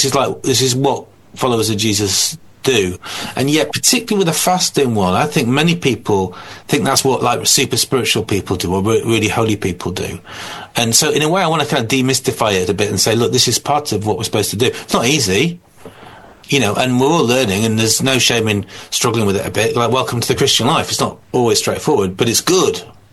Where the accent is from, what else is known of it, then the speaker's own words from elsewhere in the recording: Doncaster, Yorkshire and the Humber, United Kingdom; also born or lived in York / Sheffield; now in Bolton, United Kingdom; I was brought up in Doncaster, I was just telling you just a bit earlier. So, yeah, most of my life in the north, but particularly the last 30 years or so. And the last couple of years, I've moved over to Greater Manchester and now living in Bolton